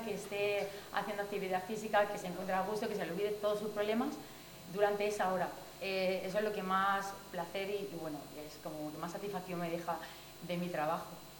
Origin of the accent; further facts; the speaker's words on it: Miguelturra, Castilla-La Mancha, Spain; más aquí en mi pueblo